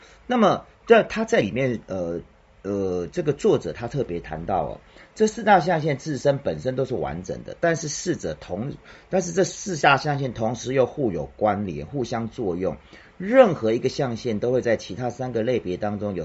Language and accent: Chinese; Taiwan; 我个人是一个从小在台湾成长的